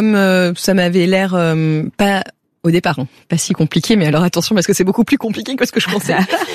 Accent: France; moved away as an adult; now in Mexico; comme je suis une Française

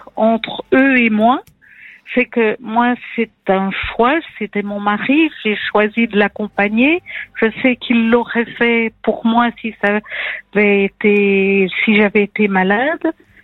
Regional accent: Belgium; now in Saumur, France

